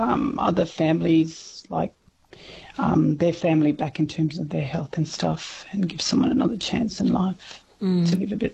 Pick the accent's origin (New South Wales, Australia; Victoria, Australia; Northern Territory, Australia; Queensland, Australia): Northern Territory, Australia; Elliott; also born or lived in Alice Springs; Well, I was born in Alice, but I'm actually a Jinglee Warramungu woman. I'm from Elliot, a town called Elliot, near Tennant Creek. But as a child, I grew up on Bidley Station, which my family once owned. It was a cattle station.